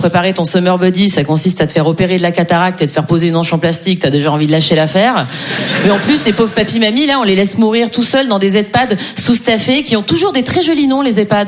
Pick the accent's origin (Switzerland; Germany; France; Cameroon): Switzerland; pour moi, c'est un effort énorme de dire 90 parce que je suis suisse.